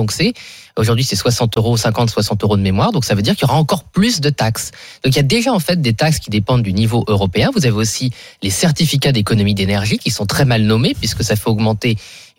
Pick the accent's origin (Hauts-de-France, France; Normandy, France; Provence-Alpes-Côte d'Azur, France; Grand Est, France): Hauts-de-France, France; Boulogne-sur-Mer; born there; Moi, je suis né à Boulogne-sur-Mer, qui était le premier port de pêche français.